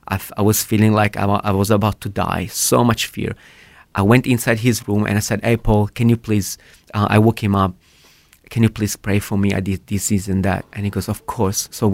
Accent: Verona, Veneto, Italy; also born or lived in South Italy; Yeah, so I was born in South Italy in 1988. In a beautiful Christian household.

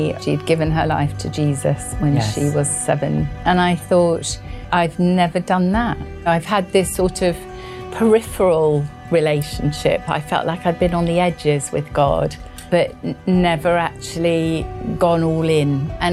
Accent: London, United Kingdom; born there; also born or lived in New York State; I grew up in Wimbledon.

